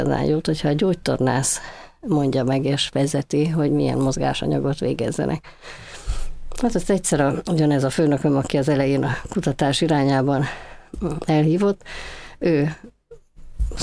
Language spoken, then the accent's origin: Hungarian; Budapest, Hungary; A Gellért-hegyen laktunk kiskoromban, úgyhogy ott kezdtem a Köbölk utcai általános iskolában. Aztán Pestre költöztünk